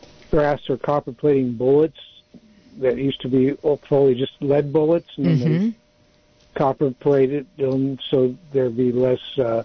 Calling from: Live Oak, California, United States; from Live Oaks.

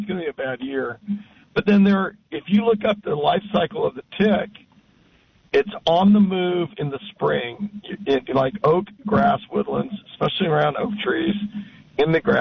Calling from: Santa Maria, California, United States; I'm calling from Santa Maria.

